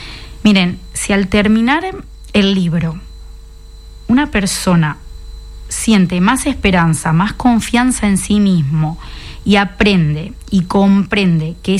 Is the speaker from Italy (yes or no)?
no; Junín, Buenos Aires Province, Argentina; Desde muy, muy pequeñita, siempre, en mi ciudad, yo soy de Junín, provincia de Buenos Aires, estaba siempre lleno mi ciudad de mariposas.